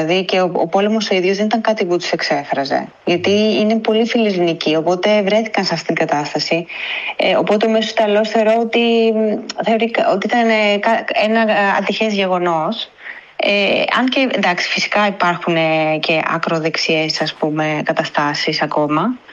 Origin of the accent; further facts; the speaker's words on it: Greece; now in Italy; εγώ σαν Ελληνίδα